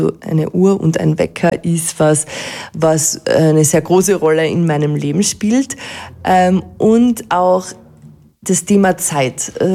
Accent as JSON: {"language": "German", "region": "Carinthia", "country": "Austria", "said": "wenn man als Kärntner in Kärnten unterwegs ist, ist trotzdem irgendwie so ein Heimatgefühl, das man da mitbringt"}